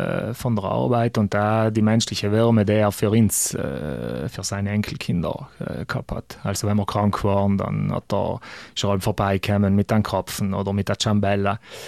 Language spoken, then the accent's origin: German; Bolzano, Trentino-Alto Adige, Italy; Also wir haben einen Nachbar gehabt in Bozen, wo ich aufgewachsen bin.